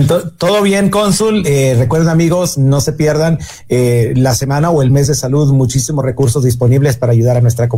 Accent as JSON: {"language": "Spanish", "country": "Mexico", "said": "para nosotros como mexicanos muchas veces este tipo de tema es algo de tabú, ¿verdad?"}